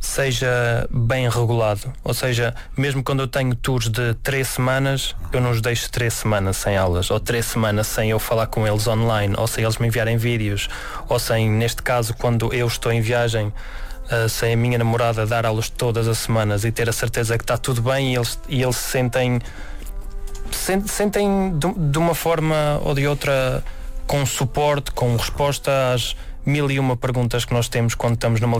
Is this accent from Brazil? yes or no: no; Celorico da Beira, Centro, Portugal; moved away; na minha terra, em Celorico da Beira.